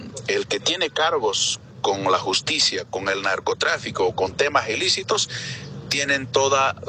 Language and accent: Spanish; Bolivia; como bolivianas y bolivianos